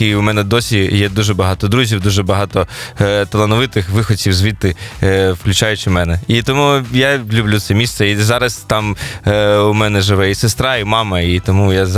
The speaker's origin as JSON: {"language": "Ukrainian", "region": "Kyiv", "country": "Ukraine", "tie": "born or raised there", "said": "я такий виріс в спальних районах, я народився і виріс на Троєщині, а потім уже переїхав на Оболонь"}